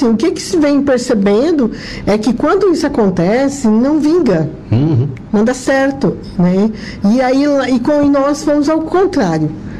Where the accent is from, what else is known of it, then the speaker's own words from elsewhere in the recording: São Paulo, Brazil; now in Santa Catarina, Brazil; Eu sou paulista